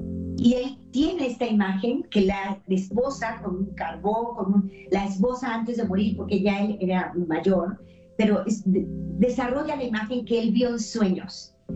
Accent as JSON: {"language": "Spanish", "country": "Mexico", "said": "Hoy se abrió el santuario en mi país, en Cancún."}